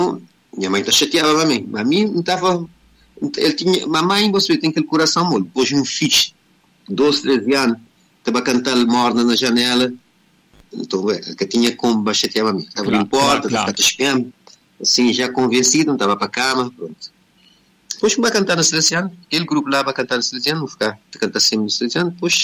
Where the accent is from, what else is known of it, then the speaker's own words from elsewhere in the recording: São Vicente, Cape Verde; born there; Sim, nasci na São Vicente, comecei a cantar muito cedo.